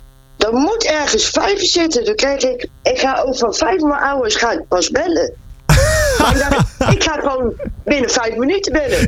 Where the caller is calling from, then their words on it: Rijswijk, South Holland, Netherlands; Ik bel vanuit Rijswijk